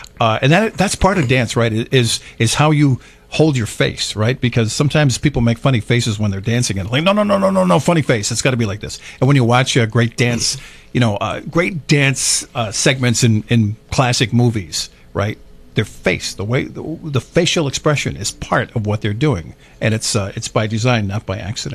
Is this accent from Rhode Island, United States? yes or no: yes; Coventry, Rhode Island, United States; All right, I'm a Rhode Island guy. I grew up in Coventry. I grew up about 3 miles from that Dave store.